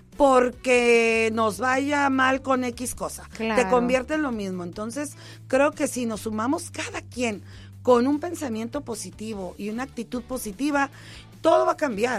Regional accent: Tijuana, Baja California, Mexico; Y yo soy de Tijuana.

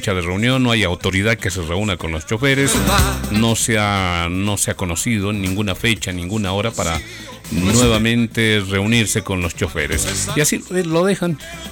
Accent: Bolivia; todos somos bolivianos, aquí todos somos bolivianos.

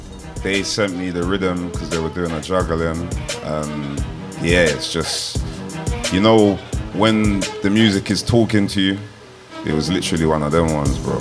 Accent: England, United Kingdom

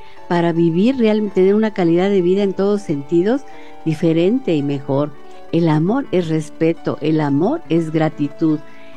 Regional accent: Mexico; debemos aterrizar como mexicanos

